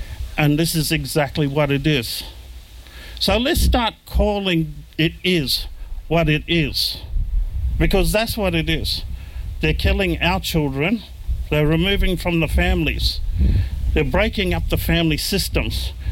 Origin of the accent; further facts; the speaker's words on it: Northern Territory, Australia; also born or lived in Tennant Creek; although we grew up on Larrakia country, we only knew half of our identity.